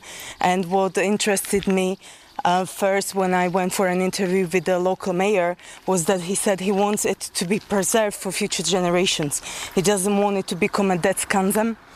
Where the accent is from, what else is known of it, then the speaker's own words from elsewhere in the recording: Slovakia; English is a second language; also born or lived in Ireland; now in Holašovice, Czechia; I'm from Slovakia